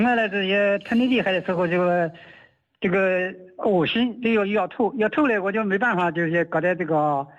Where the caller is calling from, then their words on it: Anji, Zhejiang, China; 我是湖州安吉。